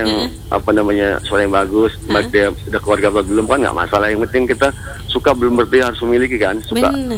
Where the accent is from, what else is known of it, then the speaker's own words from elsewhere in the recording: Lampung, Indonesia; born there; Orang Jawa lahir di Lampung.